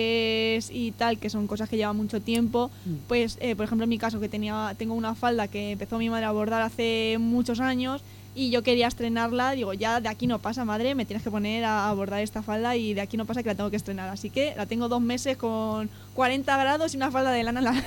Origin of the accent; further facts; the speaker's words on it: Miguelturra, Castilla-La Mancha, Spain; es una chica de Miguel Turra, nacida y criada en Miguel Turra.